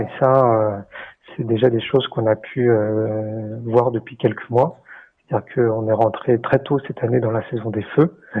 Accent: New Caledonia; chez nous, en Calédonie

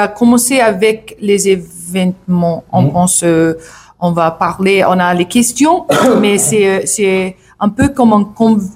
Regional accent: New Zealand; French is a second language; On vient de Nouvelle-Zélande, Aotearoa, et on n'a pas eu la chance de écouter les vraies histoires, le vrai.

